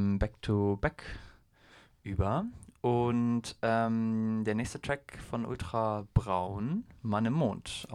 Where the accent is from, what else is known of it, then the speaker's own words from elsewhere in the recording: Munich, Bavaria, Germany; Ich bin ja in München geboren und aufgewachsen